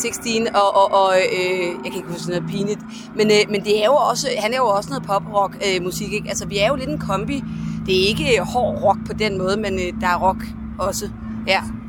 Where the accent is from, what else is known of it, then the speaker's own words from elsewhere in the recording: Fredericia, Region of Southern Denmark, Denmark; jeg var fra Fredericia, og vi havde jo den her Fredericia Hardcore Festival, hvor jeg altid var frivillig på.